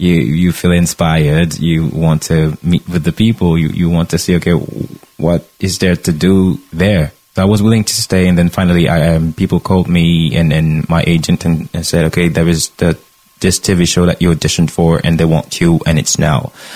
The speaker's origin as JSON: {"language": "English", "region": "Brittany", "country": "France", "said": "everybody discovered that I was really from Bretagne, so they were laughing."}